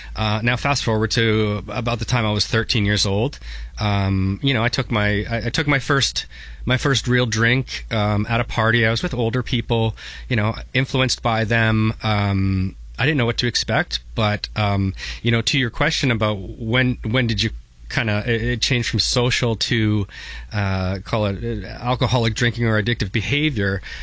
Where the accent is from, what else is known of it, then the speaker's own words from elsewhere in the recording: St. Catharines, Ontario, Canada; But mine, I grew up in St. Catharines. I was a small kid, smaller than the rest of the kids.